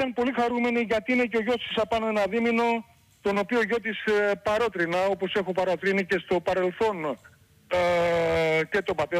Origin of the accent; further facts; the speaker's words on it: Kalymnos, South Aegean, Greece; όπως λέμε εμείς εδώ στο νησί μου, την Κάλυμνο